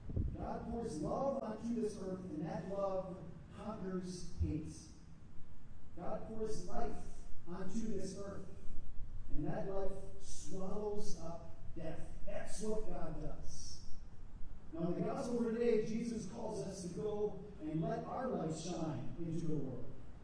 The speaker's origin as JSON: {"language": "English", "town": "Madison", "region": "Wisconsin", "country": "United States", "tie": "born or raised there", "said": "I want to start by telling you that I grew up near Madison, Wisconsin. A little farmhouse, we had a farm ourselves. It was this old farmhouse."}